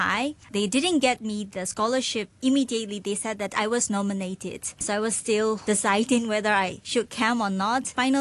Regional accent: Myanmar; I am from Myanmar, as you have already mentioned.

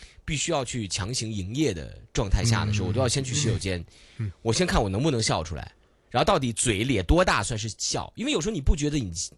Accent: Beijing, China; now in Hong Kong; 因为其实我自己从小是在北京长大，然后但是我来香港的时间跟在北京时间是差不多的，就刚好十七、十八年这样子，所以我基本上在两个城市。

